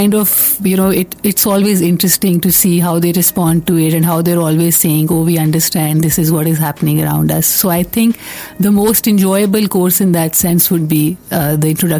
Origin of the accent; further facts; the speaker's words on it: Pakistan; events that shape each of us as a Pakistani, you know, when we look at our political system and what it is providing for us.